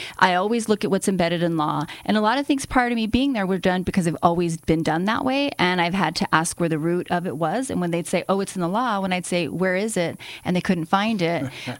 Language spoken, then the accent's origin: English; New Mexico, United States; I'm from the South